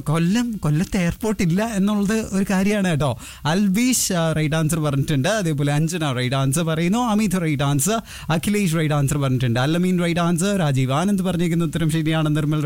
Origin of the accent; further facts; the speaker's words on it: Thiruvananthapuram, Kerala, India; Proud to be a Trivandrum Trivian.